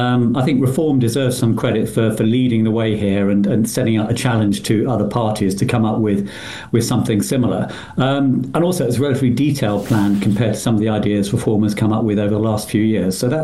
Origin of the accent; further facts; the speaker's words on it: United Kingdom; now in France; I regard myself as British. So even if I'm a British person living in France, I want to retain my British citizenship.